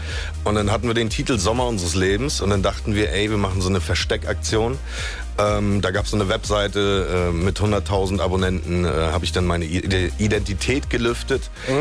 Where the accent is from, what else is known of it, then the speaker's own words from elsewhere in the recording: Prerow, Mecklenburg-Vorpommern, Germany; kann ich das Musikvideo bei mir in meiner Heimat drehen mit meinen Leuten? Und er meint, ey, geile Idee, machen wir. Und da passt ja der Strand von Prero direkt, ne?